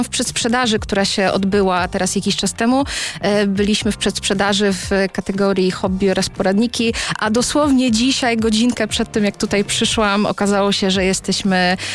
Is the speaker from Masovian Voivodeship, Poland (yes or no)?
yes; Sochaczew, Masovian Voivodeship, Poland; kawałeczek tego mojego dzieciństwa, wychowania się w Polsce, na blokach, tutaj w Sochaczewie